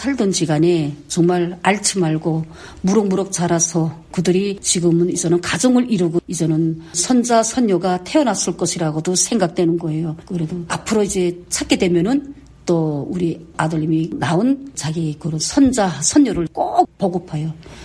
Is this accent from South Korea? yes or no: no; Wonsan, Kangwon, North Korea; 가고 싶은 거는 당연하게 저희 고향이죠. 특히나 저희 송도원이라고 할 때는 거기에는 놀이터들이 있고